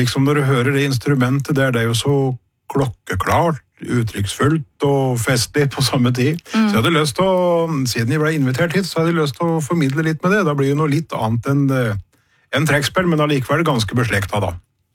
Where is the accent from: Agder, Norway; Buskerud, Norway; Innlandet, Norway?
Buskerud, Norway; Modum; Du kan si at jeg kom fra Modum, og det kommer derfra, og når jeg vokste opp så var nok trekspill absolutt det nærmeste instrumentet for meg.